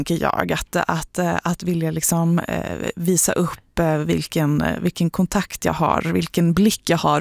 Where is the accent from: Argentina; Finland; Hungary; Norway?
Norway; now in Sweden; Jag som norsk